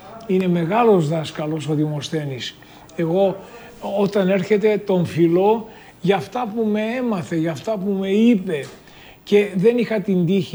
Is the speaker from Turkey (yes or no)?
yes; Istanbul, Turkey; στο χωριό μου, στο Μέγα Ρεύμα.